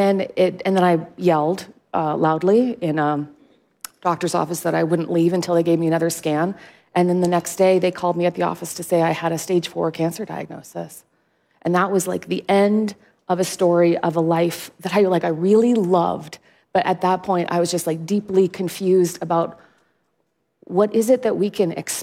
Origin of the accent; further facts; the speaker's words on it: Canada; outside of my hometown in Canada